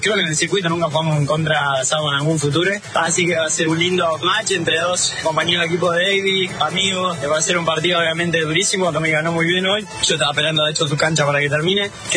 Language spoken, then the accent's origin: Spanish; Argentina; vivir esto en este ambiente como argentino